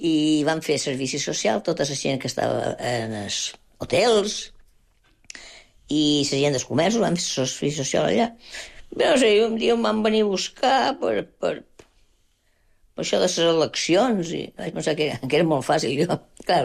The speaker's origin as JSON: {"language": "Catalan", "region": "Balearic Islands", "country": "Spain", "said": "Jo, de Menorca, he nascut a Menorca, però m'ha agradat molt tot el Louis Vicent."}